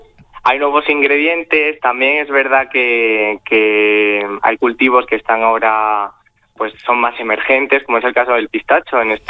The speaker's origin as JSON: {"language": "Spanish", "region": "Extremadura", "country": "Spain", "moved": "yes", "lives_now": "Madrid, Spain", "said": "yo desde Madrid digo, vale, aquí hay muchas cosas, sé lo que hay en España, pero en Extremadura, por las ferias a las que vamos, por lo que nos vamos moviendo, voy conociendo cosas que yo no conocía de mi tierra."}